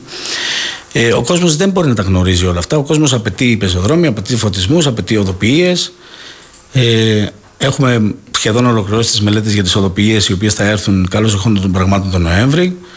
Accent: Kalythies, South Aegean, Greece; ο τόπος μου είναι ένας απαιτητικός τόπος. Βλέπω και τους συμπολίτες μου να είναι πάρα πολύ απαιτητικοί. Κάνω βόλτες και σε άλλα χωριά. Μπορώ να σας πω ότι οι Καλυθιές βρίσκονται σε πάρα πολύ υψηλό επίπεδο όσον αφορά την αισθητική του τοπίου.

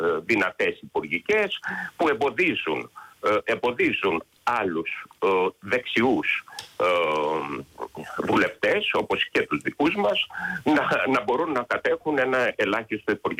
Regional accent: Lamia, Central Greece, Greece; από μικρό παιδί, από την πατρίδα μου, από τη Λαμία.

